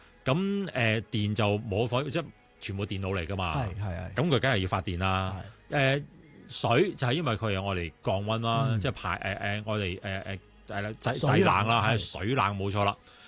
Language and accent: Cantonese; Hong Kong; 我哋香港人